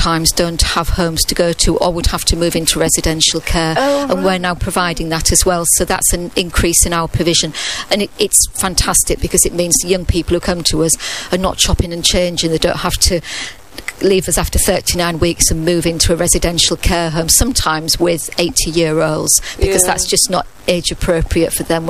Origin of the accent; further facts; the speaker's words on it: Hull, Yorkshire and the Humber, United Kingdom; now in Cheltenham, United Kingdom; I think I've mentioned I come from Hull, and I've lived in Cheltenham for nearly 20 years, and I still have all my family in Hull